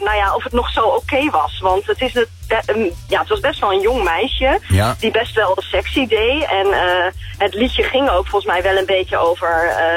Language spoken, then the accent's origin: Dutch; Apeldoorn, Gelderland, Netherlands; Ik ga naar een feestje van vrienden in Zeist en ik kom uit Apeldoorn